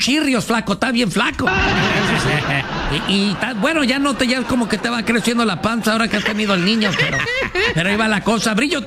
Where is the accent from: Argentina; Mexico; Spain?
Mexico; Michoacán; Pues a huevo, yo soy de Michoacán, ando a patarrais, soy de los que anda a pie.